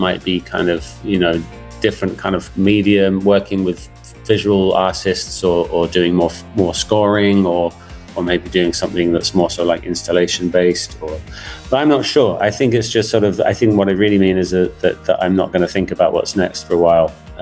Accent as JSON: {"language": "English", "region": "England", "country": "United Kingdom", "moved": "yes", "lives_now": "Tokyo, Japan", "said": "as an Englishman"}